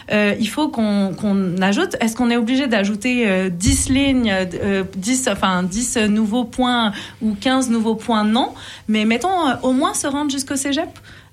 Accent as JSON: {"language": "French", "country": "France", "said": "Et moi, je viens de France. Hein. Fait que le TGV, là, pour moi, c'est normal."}